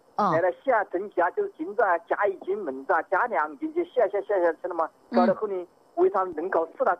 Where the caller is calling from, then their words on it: Shanghai, China; 我是金山神桥。